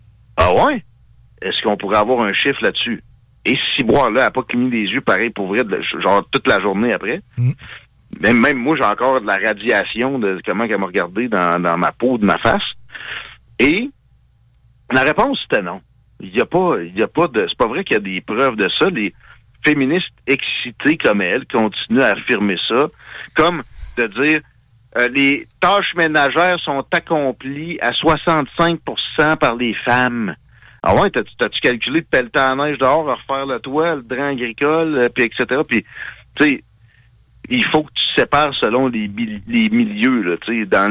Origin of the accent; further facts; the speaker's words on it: Canada; born there; même si je suis né au Canada